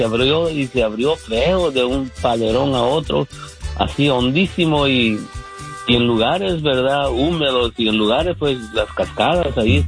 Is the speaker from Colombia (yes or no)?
no; Sonsonate, El Salvador; No, lo que pasa es que pues soy de esa área, ¿verdad? Y yo me daba cuenta, ¿y por qué allá abajo le dicen los tres ríos?